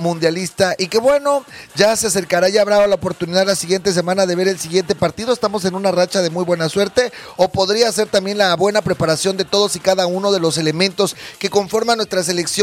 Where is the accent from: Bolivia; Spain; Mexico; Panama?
Mexico; ese espíritu como mexicanos que nos caracteriza.